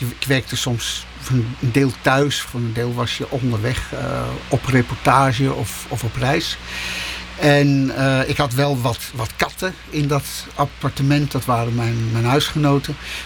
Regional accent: Utrecht, Netherlands; accent: Dutch; now in Belgium; Ik heb natuurlijk een verschrikkelijk Nederlands accent. Mensen horen altijd, niet alleen dat ik uit Nederland kom, maar de meeste mensen horen ook direct dat ik uit de buurt van Utrecht kom.

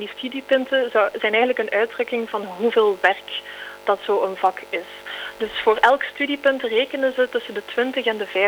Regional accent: Flanders, Belgium; Maar ik denk dat het bij ons in Vlaanderen, met onze economie, wel duidelijk is dat wij gewoon heel veel hoogopgeleide nodig hebben.

